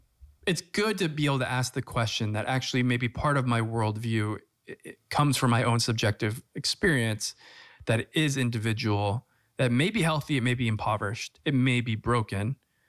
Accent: United States; I, as an American Catholic

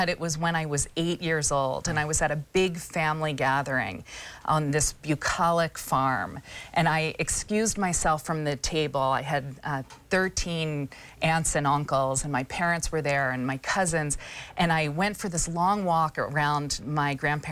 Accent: Washington, District of Columbia, United States; I grew up in Washington, D.C.

